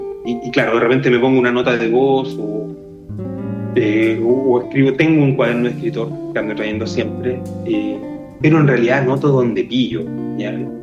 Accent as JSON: {"language": "Spanish", "town": "Santiago", "region": "Santiago Metropolitan Region", "country": "Chile", "tie": "born or raised there", "said": "cuando era cabro, estudiante en Santiago"}